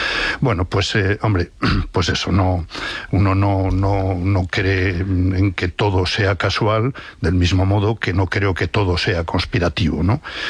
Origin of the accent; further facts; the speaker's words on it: León, Castile and León, Spain; No, sospechoso, para... soy de León.